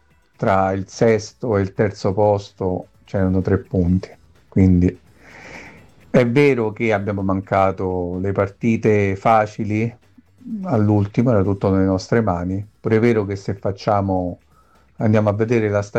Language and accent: Italian; Rome, Lazio, Italy; born there; Sono nato a Roma